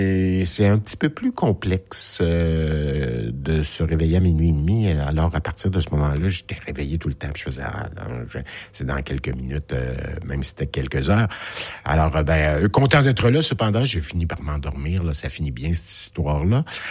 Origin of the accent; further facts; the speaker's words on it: Drummondville, Quebec, Canada; ça a commencé dans mon patelin à Drummondville